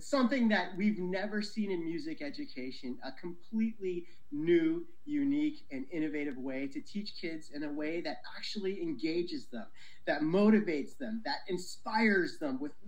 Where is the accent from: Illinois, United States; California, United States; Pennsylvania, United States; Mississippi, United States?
Pennsylvania, United States; Exeter; So, I grew up in Exeter, Pennsylvania, a small coal miner town.